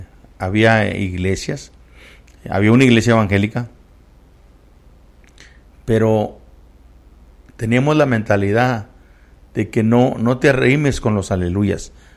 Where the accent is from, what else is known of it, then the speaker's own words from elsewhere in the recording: Coahuila, Mexico; moved away as an adult; now in Midland, United States; De Coahuila, del estado de Coahuila. Llegamos en el 80, recién casados, me casé el 79, llegamos recién casados y vivimos cerquita de la iglesia.